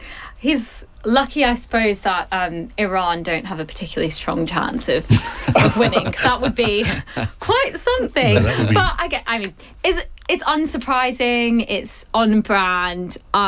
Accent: Australia; accent: Australian twang; I'm a Socceroos fan. Because I'm Australian.

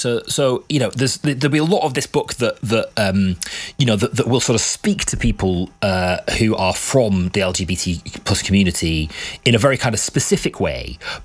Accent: Bolton, North West England, United Kingdom; as a sort of young lad growing up in Bolton, around a lot of the same sorts of people

